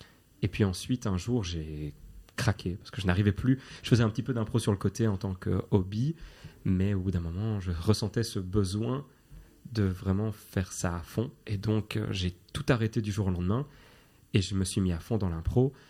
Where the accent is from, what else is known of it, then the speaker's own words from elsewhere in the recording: Brussels, Belgium; Il n'y a que moi qui suis un bruxellois pure souche.